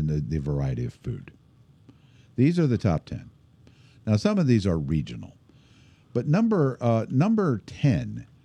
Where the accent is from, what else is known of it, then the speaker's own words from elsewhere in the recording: Pekin, Illinois, United States; moved away; Grew up with a Quick Trip in Pekin.